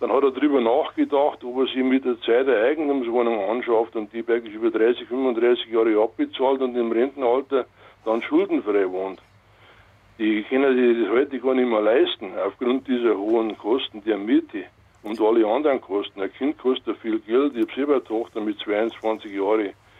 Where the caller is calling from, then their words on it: Hebertshausen, Bavaria, Germany; ich bin aus Hebertshausen bei Dachau.